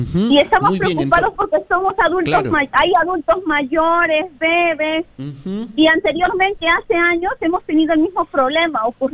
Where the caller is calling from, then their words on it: Lima, Peru; soy de Villa María del Triunfo, de Plaza Girón 107, ….